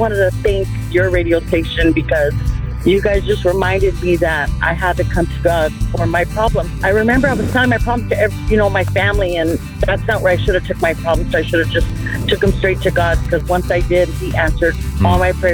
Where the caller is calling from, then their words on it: Maricopa, Arizona, United States; I'm calling from Maricopa, Arizona.